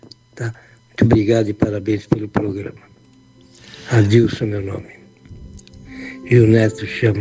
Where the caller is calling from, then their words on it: São Paulo, Brazil; estou falando aqui da Vila Prudente